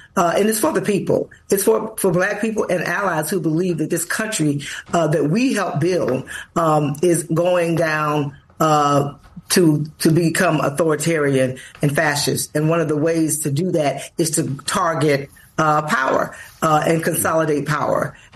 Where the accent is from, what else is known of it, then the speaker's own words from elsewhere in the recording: Florida, United States; I'm from Florida